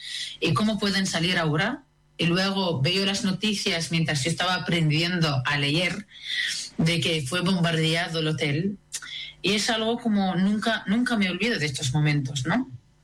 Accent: West Bank, Palestine; moved away as an adult; now in Spain; Así que yo he vivido toda mi infancia y mi juventud en Palestina. Luego salí para estudios, o sea, estoy en España terminando ahora el doctorado.

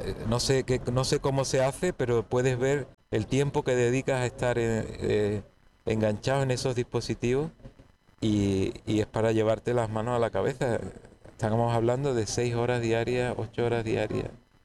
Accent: Spain

